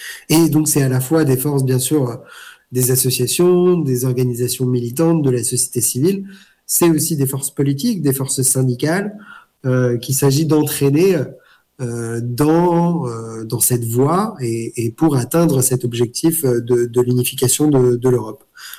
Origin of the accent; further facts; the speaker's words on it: Grand Est, France; J'ai grandi en Alsace, qui a été une terre qui a connu aussi ces différents conflits et les crimes et l'histoire tragique du XXe siècle.